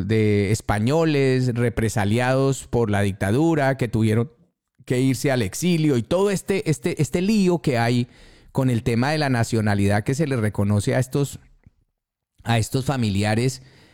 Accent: Colombia; now in Spain; yo como colombiano

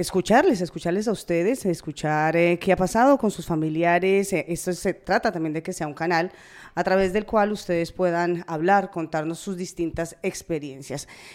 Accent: Colombia; moved away; nosotros como colombianos

